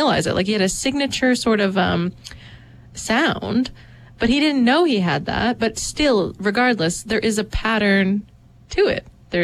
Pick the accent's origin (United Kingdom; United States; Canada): Canada; Dartmouth, Nova Scotia; me growing up in Dartmouth.